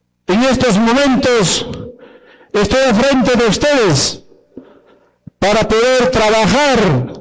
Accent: Coracora, Ayacucho, Peru; Vengo a servir a mi pueblo de Coracora, a la provincia de Parinacochas.

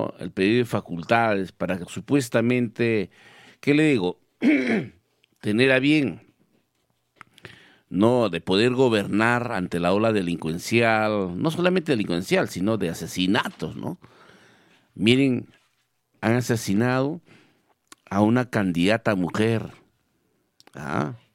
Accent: Villa Rica, Pasco, Peru; ¿Cómo amaneció mi pueblo querido de Villarrica, la tierra del café más fino del mundo?

